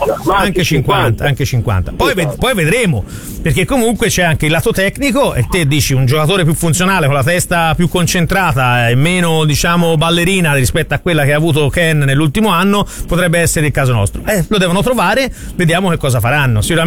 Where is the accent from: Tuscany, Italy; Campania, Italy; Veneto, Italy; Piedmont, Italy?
Tuscany, Italy; Florence; essendo fiorentino nato in centro a Firenze